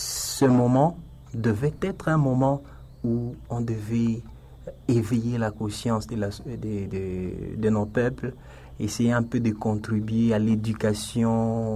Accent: Butembo, North Kivu, DR Congo; chez nous, à Boutembo, au Nord Kivu, en RDC

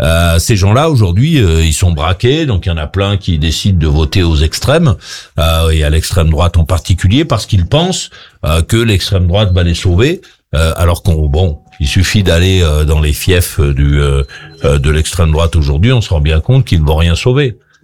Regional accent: France; chez nous en France

